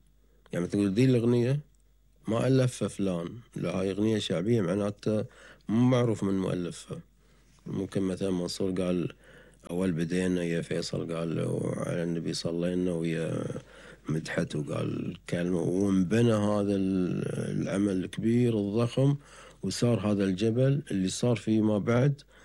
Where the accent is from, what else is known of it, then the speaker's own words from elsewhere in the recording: Qatar; بس عندنا تختلف شوية عن البحرين في اللكنة. يعني مثلا احنا عندنا لهجتنا تقريبا معتدلة نوعا ما